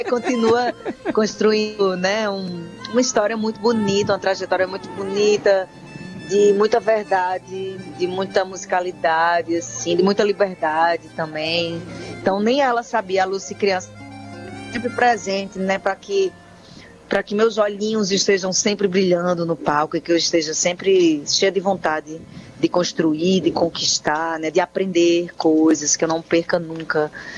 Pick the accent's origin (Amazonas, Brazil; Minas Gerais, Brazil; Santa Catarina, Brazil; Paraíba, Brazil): Paraíba, Brazil; João Pessoa; a gente fala aqui da Paraíba, de João Pessoa, como eu, também atriz.